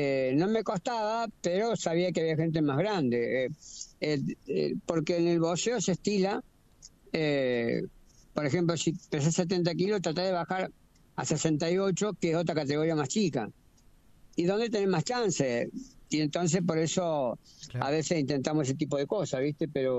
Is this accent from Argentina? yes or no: yes; Córdoba, Argentina; soy el primer boxeador argentino, campeón del mundo en doble categoría, el primero y soy de Córdoba